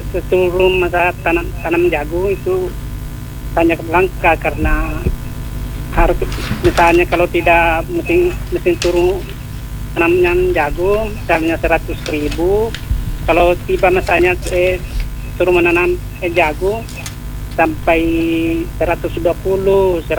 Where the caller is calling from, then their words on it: Ponre District, South Sulawesi, Indonesia; saya kan di Desa Patimpa, antara Dusun Boli.